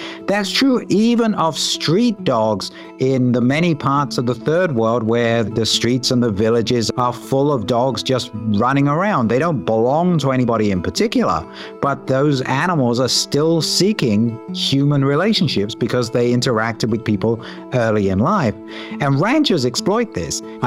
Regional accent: United Kingdom; I'm British

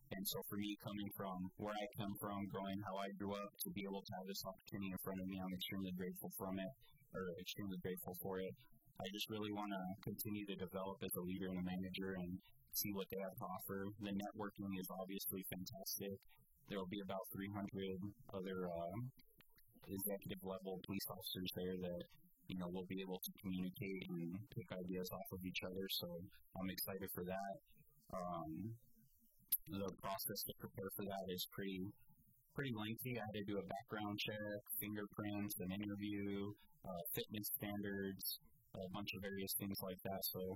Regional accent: Las Cruces, New Mexico, United States; moved away as an adult; now in Farmington, United States; I am from Doniana County, which is the Las Cruces area, pretty much born and raised there. And, you know, moving from there to here

